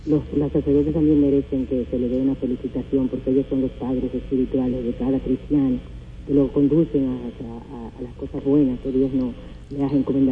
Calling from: Dominican Republic; de la Loma de Los Ángeles.

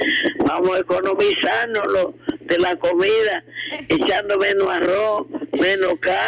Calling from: Navarrete, Santiago, Dominican Republic; aquí en mi pueblo de Navarrete General

